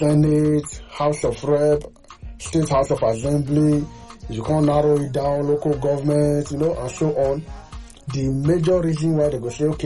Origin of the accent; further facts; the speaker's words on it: Nigeria; even me as a Nigerian, I know even can understand.